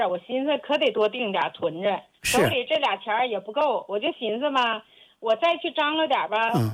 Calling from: Siping, Jilin, China; 吉林四平的。

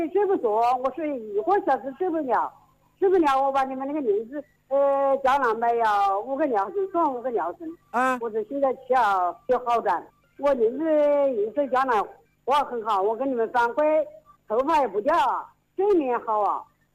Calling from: Yingcheng, Hubei, China

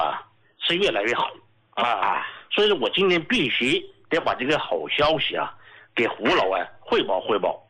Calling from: Chongqing, China; accent: Sichuan; 我是重庆的听众啊。

